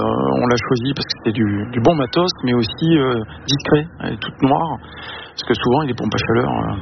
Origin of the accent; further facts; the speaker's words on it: south of France, France; now in North of France; Eh oui, absolument. Ah ouais, je suis du Sud.